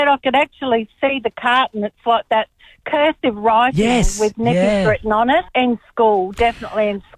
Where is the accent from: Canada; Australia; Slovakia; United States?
Australia; South Australia; now in Far North Queensland, Australia; Yeah, and you're right. You know, that Riverland orange taste. It was just orange through and through.